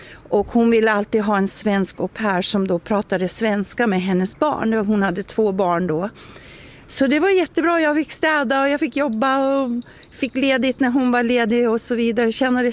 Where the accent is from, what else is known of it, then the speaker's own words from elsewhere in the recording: Sweden; born there; moved away as an adult; also born or lived in Canada / Shelter Island, New York, United States; now in Fagersta, Sweden; Jag kom till Sverige som 8-åring i 1966 från Kanada. Så bodde jag i Sverige och växte upp här och gick i skolan och allting. Och sedan så åkte jag till USA som au pair, flicka, precis när jag skulle fylla 20. Och blev kvar där tills jag var ungefär 56.